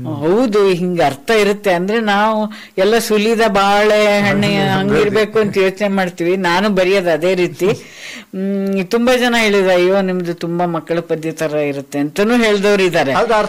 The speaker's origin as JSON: {"language": "Kannada", "region": "Karnataka", "country": "India", "tie": "born or raised there", "said": "ನನ್ನ ಊರಿನ ತುಂಗಾ ನದಿ ಕಾಡು ಬೆಟ್ಟ ಗುಡ್ಡ ಎಲ್ಲ ನೆನಪು ಬರ್ತಿತ್ತು."}